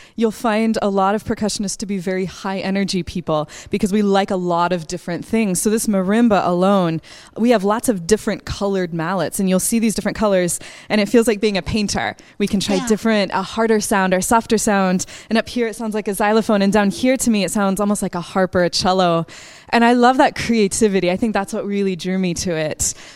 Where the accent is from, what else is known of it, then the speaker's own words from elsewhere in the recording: Oklahoma, United States; I am actually a Midwest girl. I'm from Oklahoma. Every once in a while, you may hear a y'all.